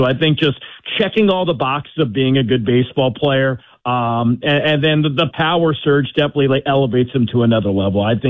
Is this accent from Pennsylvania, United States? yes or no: yes; Philadelphia, Pennsylvania, United States; moved away; I grew up in Philadelphia. It's nostalgic for me.